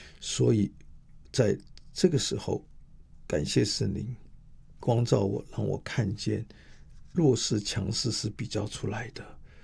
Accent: Taipei, Taiwan; 我常常说我是台北长大的小孩，但是当我知道上帝要带我到屏东，到埔里，到恒春，我心里面都从来没有抗拒过。

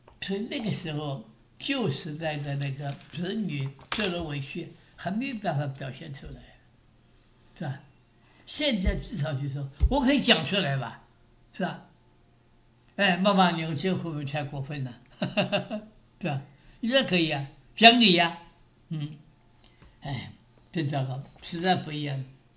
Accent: China; 我们中国人

